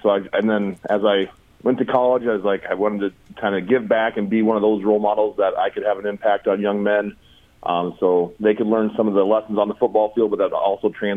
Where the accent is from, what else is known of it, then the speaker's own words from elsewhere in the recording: Jewell, Iowa, United States; moved away; I'm originally from Central Iowa, a little town called Jewell. Not many people know where it is, kind of this little dot on the map.